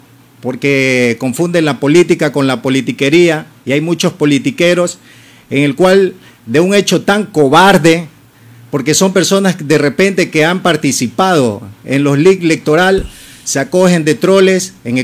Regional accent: Esmeraldas, Ecuador; Yo soy del sector de La Propicia 2, en el cual siempre he representado diferentes sectores de los barrios

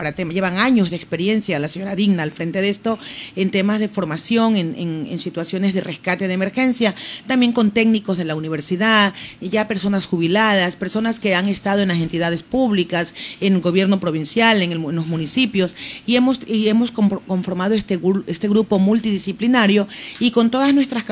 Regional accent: Esmeraldas, Ecuador; buenos días a todos quienes formamos parte de esta familia aquí en Esmeraldas, de Pueblo Afro, Montubio, Chachi, Peraguá, Pueblo Cholo y la población altamente mestiza que tenemos aquí en Esmeraldas, porque esto es Esmeraldas.

